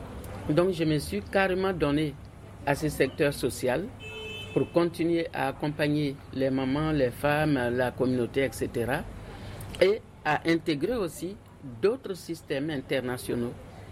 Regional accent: Côte d’Ivoire; Je suis ivoirienne

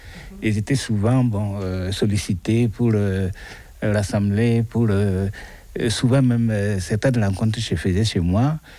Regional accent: Burkina Faso; also born or lived in Rennes, France / Côte d'Ivoire; now in Mayenne, France; je suis du Burkina Faso. Ça fait longtemps que je suis en France. J'ai fait mes études en France, à Rennes, où j'ai rencontré mon épouse qui est de la Mayenne. Et j'étais retourné, j'ai fait une vingtaine d'années en Afrique.

